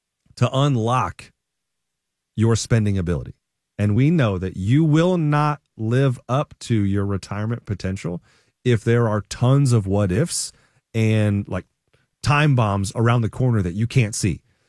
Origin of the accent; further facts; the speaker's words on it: Champaign, Illinois, United States; I mean, I grew up in Champaign, Illinois, guys.